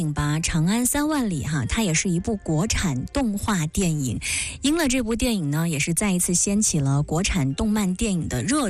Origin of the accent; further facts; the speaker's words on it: China; 我们中国人的风骨和节气也是会一直存在的。